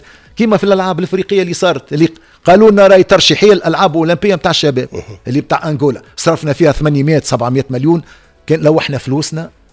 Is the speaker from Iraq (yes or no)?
no; Tunisia; على خاطر ما عادش عندنا في تونس رجال موجودين في الجامعات الدوليه